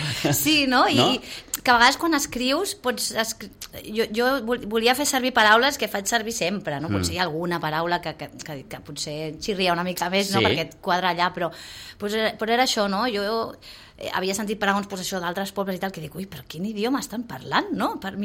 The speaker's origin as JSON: {"language": "Catalan", "town": "Sitges", "region": "Catalonia", "country": "Spain", "said": "soc de Sitges"}